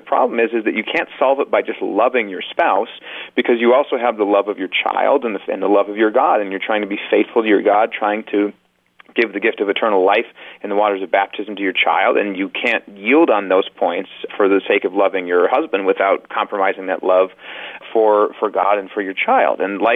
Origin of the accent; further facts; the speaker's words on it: Indianapolis, Indiana, United States; I used to go into this music store near my hometown, near in the music store in Indianapolis.